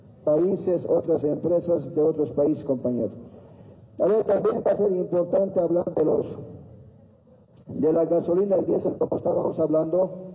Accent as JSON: {"language": "Spanish", "country": "Bolivia"}